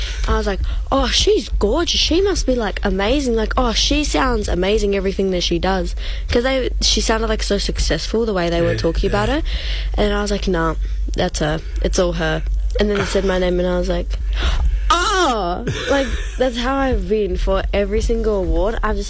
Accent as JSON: {"language": "English", "town": "Perth", "region": "Western Australia", "country": "Australia", "said": "I'm from Perth, and I'm Cooper Mob from Perth to Mullawa."}